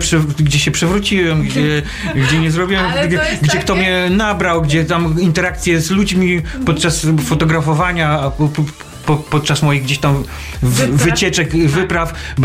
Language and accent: Polish; Warmian-Masurian Voivodeship, Poland; u nas na Mazurach